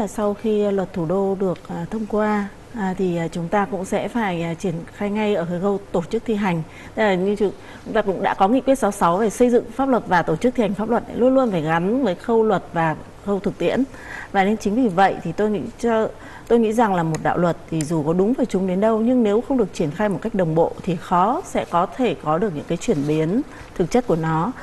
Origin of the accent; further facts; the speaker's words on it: Hanoi, Vietnam; Chúng tôi cũng là công dân sống từ bé ở Hà Nội, lại còn ở phố cổ đấy.